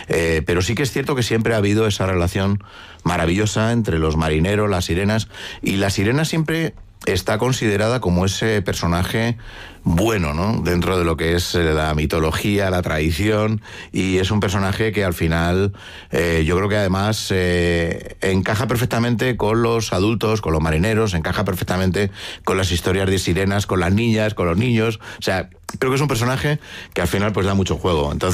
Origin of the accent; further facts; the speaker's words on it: Cantabria, Spain; Siendo cántabros, ¿no?